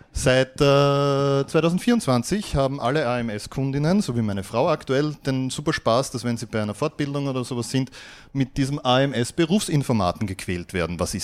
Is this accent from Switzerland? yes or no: no; Graz, Styria, Austria; Ja, hallihallo … ich komme aus Graz.